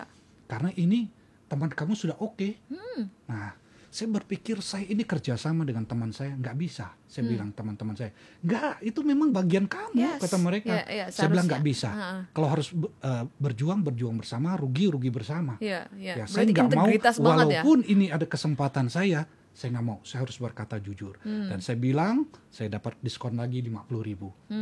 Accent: Kalimantan, Indonesia; Karena saya orang Kalimantan, masih ada darah Dayaknya gitu ya.

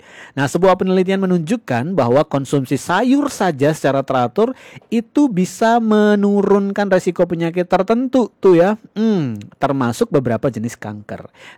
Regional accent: Ruteng, East Nusa Tenggara, Indonesia; moved away; Ini waktu kecil saya sering makan loh, soalnya dulu di daerah saya di Flores, tentunya di daerah Manggarai di Ruteng itu

